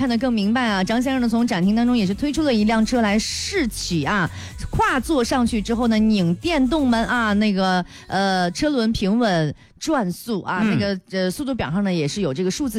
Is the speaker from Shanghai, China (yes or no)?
no; Shanxi, China